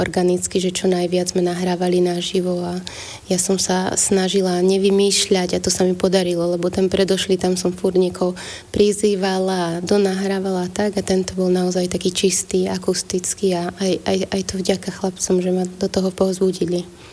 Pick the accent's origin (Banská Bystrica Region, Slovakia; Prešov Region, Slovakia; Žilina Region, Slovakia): Banská Bystrica Region, Slovakia; Banská Bystrica; also born or lived in Prague; now in Banská Štiavnica, Slovakia; A teraz som skončila, alebo začala na strednom Slovensku, veľmi blízko toho, kde som sa narodila, v Banskej Štiavnici, no ja som z Banskej Bystrice, hrdá Bystričanka